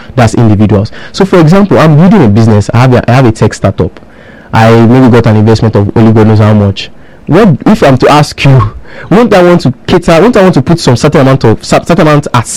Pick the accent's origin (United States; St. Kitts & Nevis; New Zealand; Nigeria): Nigeria; I'm also a Nigerian.